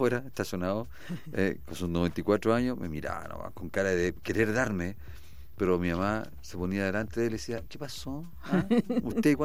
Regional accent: Chile; porque uno no está acostumbrado, honestamente, como chileno, a comer algo que está preparado de un mes en el congelador

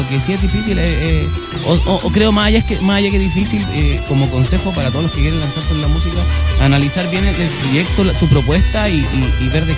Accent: Chile; nosotros como chilenos tenemos la cumbia en el ADN.

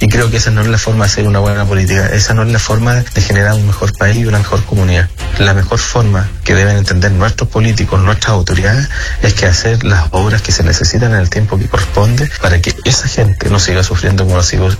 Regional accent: Licantén, Maule, Chile

